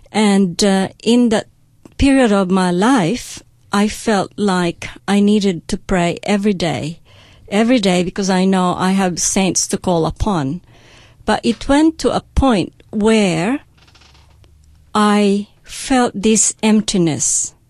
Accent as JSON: {"language": "English", "town": "Tupi", "region": "Soccsksargen", "country": "Philippines", "tie": "born or raised there", "said": "I've grown up in a place called Tupi in South Cotabato. We live in a business district where the church is within our neighborhood, say about 200 to 300 meters."}